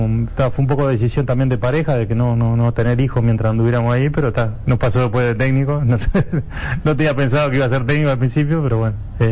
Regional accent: Uruguay; moved away as an adult; nosotros en el fútbol uruguayo crecemos que te tenés que ir

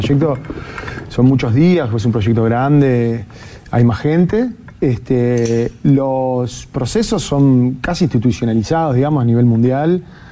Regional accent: Uruguay; Yo soy de Uruguay, a ver.

